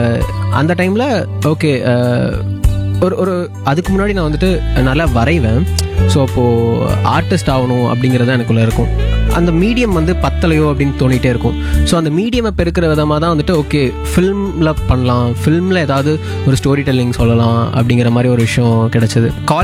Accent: Tiruppur, Tamil Nadu, India; என்னோட சொந்த ஊர் திருப்பூர்.

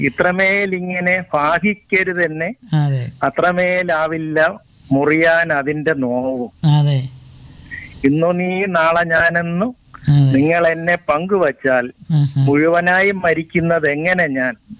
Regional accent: Vellanad, Kerala, India; ഞാൻ ഇവിടെ കരുണാസായിര് അടുത്ത് തന്നെ സാർ, വെള്ളനാട് തന്നെ.

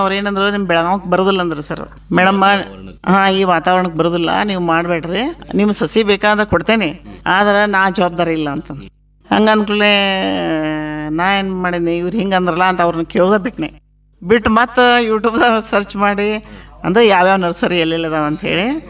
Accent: Belagavi district, Karnataka, India; ನಮ್ಮ ಊರು ಮೇಟಲ್ ಗ್ರಾಮದ ವಾಸಿ ಇರುತ್ತೇನೆ.

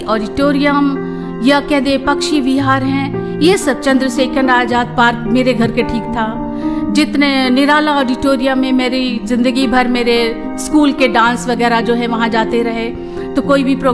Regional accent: Unnao, Uttar Pradesh, India; मैं उन्नाव जिले से हूं, जो लखनऊ से आगे ये जिला पड़ता है और कानपुर से पहले, तो कानपुर और लखनऊ के बीच ये उन्नाव जिला है

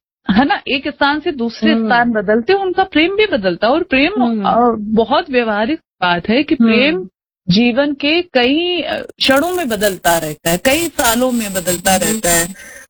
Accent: Rajasthan, India; क्योंकि मैं एक कस्बे से आती हूँ, हमने बकरा बकरी वहां पर ये पशुपालन का ही ट्रेंड जो है वो वहां पर देखा है

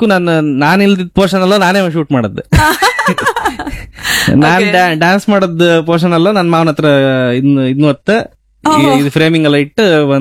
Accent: Kundapura, Karnataka, India

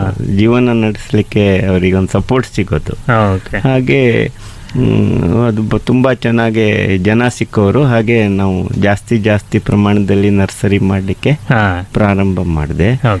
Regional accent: Ripponpet, Karnataka, India; ನಮ್ಮೂರು ಅಪ್ಪೆಮಿಡಿಗೆ ಮಾರ್ಕೆಟ್ಟು ಕರ್ನಾಟಕದಲ್ಲಿ ಮೊದಲಿಂದ, ಯಾಕಂದ್ರೆ ಅಲ್ಲಿ ತುಂಬ ನದಿಗಳಿದೆ, ಉದಾಹರಣೆಗೆ ಕುಮುದ್ವತಿ, ಶರಾವತಿ ಉಪನದಿಗಳು ಹಲವಾರಿದೆ ಅಲ್ಲಿ

